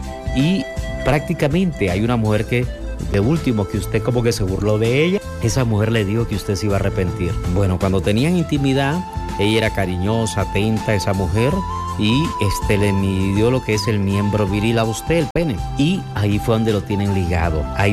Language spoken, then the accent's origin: Spanish; Peru; now in Honduras; somos de Perú y estamos nosotros y hemos venido a quedarnos a esta República de Honduras